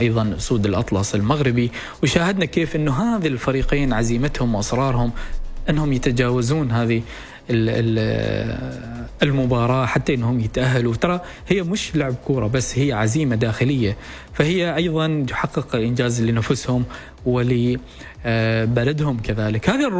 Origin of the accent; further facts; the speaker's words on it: Oman; نحن شعب عماني